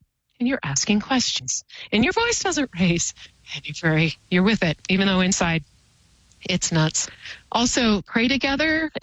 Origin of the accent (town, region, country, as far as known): Oregon, United States; born or raised there; now in Boise, United States